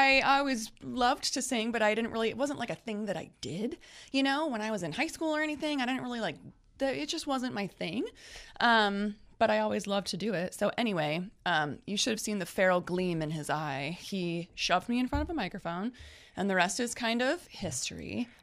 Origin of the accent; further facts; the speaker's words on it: Marion, United States; I grew up in Marion